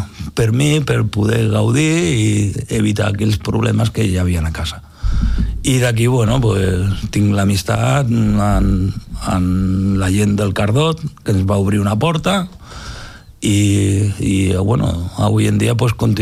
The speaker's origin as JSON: {"language": "Catalan", "town": "Cardedeu", "region": "Catalonia", "country": "Spain", "tie": "born or raised there", "said": "Quan era un jove, era d'aquells joves rebels que sempre renegava del meu poble, que no hi ha res, que no es fa res."}